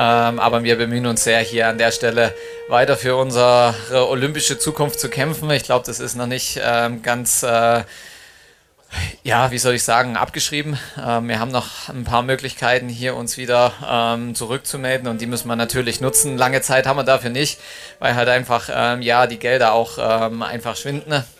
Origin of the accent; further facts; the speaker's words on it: Saxony, Germany; now in Bavaria, Germany; Ja, als Bayer fühle ich mich noch nicht. Ich bin immer noch im Herzen Erzgebirger. Das werde ich auch immer bleiben.